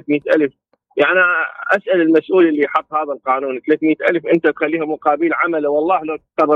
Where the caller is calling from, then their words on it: Iraq; عندنا بالعراق